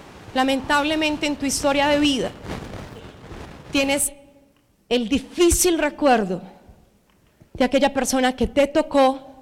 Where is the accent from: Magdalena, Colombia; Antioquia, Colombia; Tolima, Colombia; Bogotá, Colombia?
Antioquia, Colombia; Medellín; nosotros somos de Medellín, pero a mi papá lo trasladaron a la hermosísima ciudad de Pereira a hacer un reemplazo.